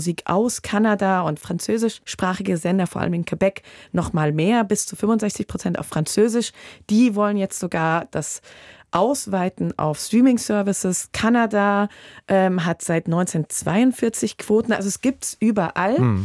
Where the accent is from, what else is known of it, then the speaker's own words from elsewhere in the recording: Hesse, Germany; Und ja, als Hessin meine ich auch Südhessisch.